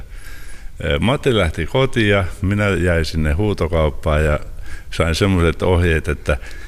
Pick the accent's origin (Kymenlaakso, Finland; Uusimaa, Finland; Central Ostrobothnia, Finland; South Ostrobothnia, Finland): South Ostrobothnia, Finland; Tuuri; moved away; Mä oon Tuurista niin syntyisin ja asun nyt muualla.